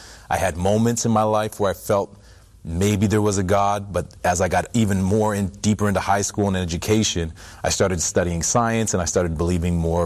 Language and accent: English; Canada; He was an All-Canadian. I'm originally from Canada.